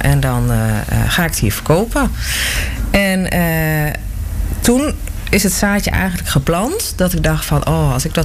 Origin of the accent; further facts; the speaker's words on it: Beilen, Drenthe, Netherlands; moved away as an adult; also born or lived in Amersfoort; now in Zuidwolde, Netherlands; Op een gegeven moment weer terug naar het noorden. Want ik kom zelf ook hier vandaan. Ik kom uit Bijlen